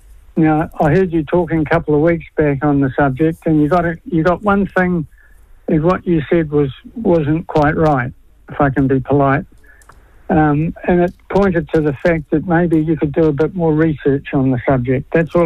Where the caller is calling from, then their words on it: Hawke's Bay, New Zealand; I'm from Hawke's Bay.